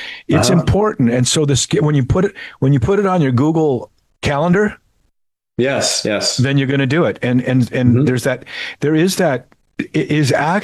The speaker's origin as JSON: {"language": "English", "town": "Santa Cruz", "region": "California", "country": "United States", "tie": "born or raised there", "moved": "yes", "said": "Santa Cruz, where I never glistened with perspiration unless I was working up a sweat."}